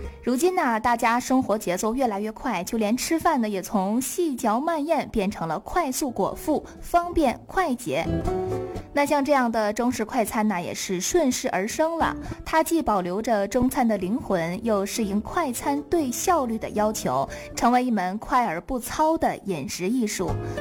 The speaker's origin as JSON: {"language": "Chinese", "region": "Northeast China", "country": "China", "said": "我们东北人"}